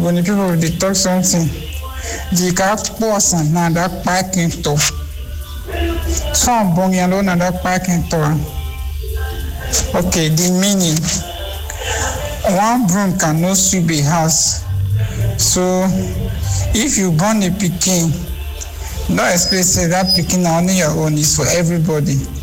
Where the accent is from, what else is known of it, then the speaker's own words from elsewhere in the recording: Rivers, Nigeria; My parable. Okay, I will speak for my language. I'm from Ogoni.